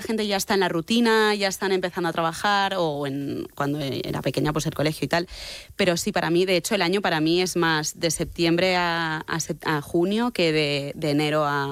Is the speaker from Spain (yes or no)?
yes; Barcelona, Catalonia, Spain; yo es que soy de Barcelona, entonces cosa del mar, de estar morenita